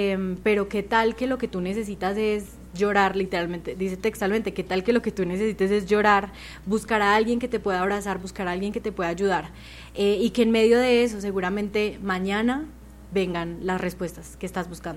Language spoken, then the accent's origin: Spanish; Pereira, Risaralda, Colombia; Yo nací en Pereira vive toda mi familia, de Pereira es mi abuela